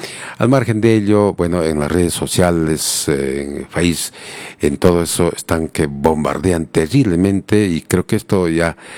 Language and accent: Spanish; Peru; como buenos peruanos, siempre nuestra música.